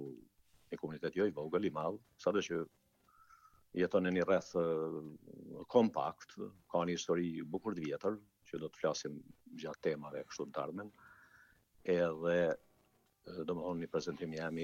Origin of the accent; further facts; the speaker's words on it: Deçan, Kosovo; nga Komuna Deçanit